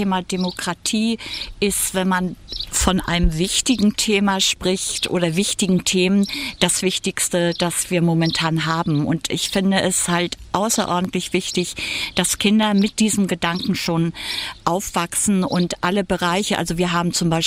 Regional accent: Greifswald, Mecklenburg-Vorpommern, Germany; ich komme aus Greifswald

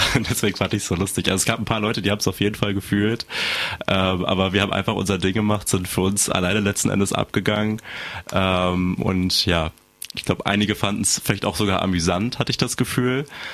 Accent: Schulzendorf, Brandenburg, Germany; Ich komme aus Schulzendorf, das ist Nähe Schönefeld bei Berlin.

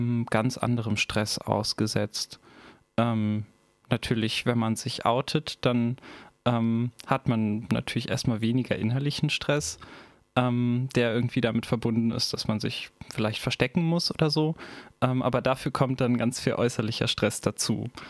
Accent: Berlin, Germany; Ich komme aus Berlin.

